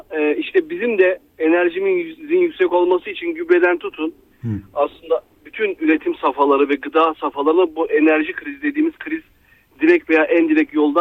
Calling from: Istanbul, Turkey; İstanbul'dan arıyorum.

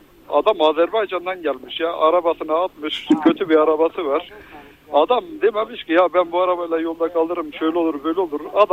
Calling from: Kahramanmaraş, Turkey; ben Kahramanmaraş'ta depremi bizzat yaşadığım için

